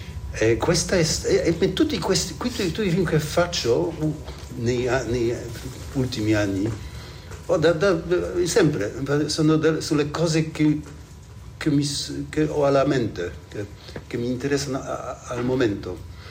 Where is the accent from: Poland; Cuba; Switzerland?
Poland; Italian is a second language; moved away; also born or lived in Italy / England; sono abbastanza vecchio, sono della generazione, sono cresciuto in Polonia, nato e cresciuto, allora mi ha formato questo passato